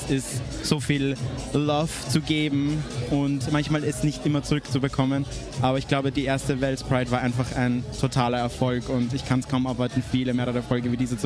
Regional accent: Lower Austria, Austria; moved away as an adult; now in Linz, Austria; Tatsächlich aus Niederösterreich.

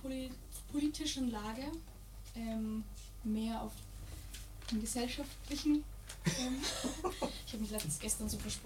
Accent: Salzburg, Austria; also ich komme aus Salzburg und meine Eltern oder meine Familie lebt am Stadtrand in Salzburg

